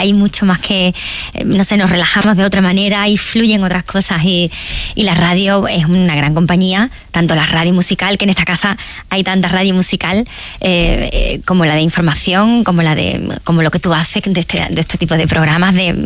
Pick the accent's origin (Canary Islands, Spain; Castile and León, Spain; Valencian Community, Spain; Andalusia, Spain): Andalusia, Spain; Seville; fíjate que soy de Sevilla, que no tenemos mar, pero ahí está muy cerquita Cádiz, está Huelva